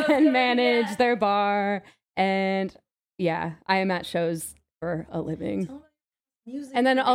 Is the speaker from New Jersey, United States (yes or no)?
yes; New Jersey, United States; now in New York, United States; I grew up in New Jersey.